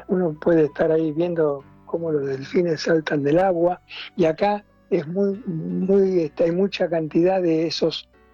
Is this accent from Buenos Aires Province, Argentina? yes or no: yes; Quilmes, Buenos Aires Province, Argentina; born there; now in Carmen de Areco, Argentina; yo soy nacido en Quilmes, en realidad en Espeleta, partido de Quilmes. Y hace 27 años que vivo en Carmen de Areco, en la provincia de Buenos Aires.